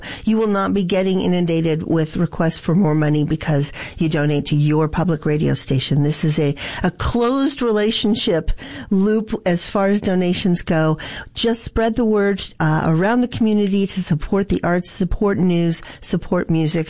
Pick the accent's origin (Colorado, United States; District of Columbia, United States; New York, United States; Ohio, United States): Colorado, United States; I'm originally from Colorado, so I've been grateful that NPR is covering a lot of the things that are happening in my home state as well